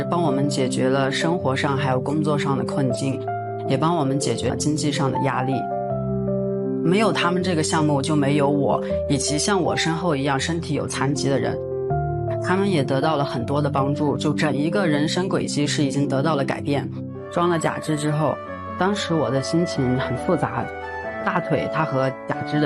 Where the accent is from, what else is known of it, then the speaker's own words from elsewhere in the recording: Yuxi, Yunnan, China; 我来自云南玉溪。